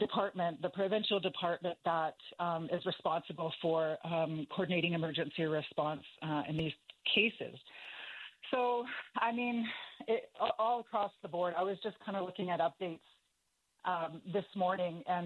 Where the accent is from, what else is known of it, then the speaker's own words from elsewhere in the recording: Canada; We're Canadian, so I'm using kilometres.